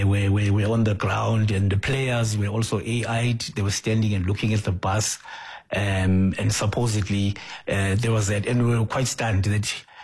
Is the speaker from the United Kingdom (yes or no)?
no; South Africa; As a South African, as a football fan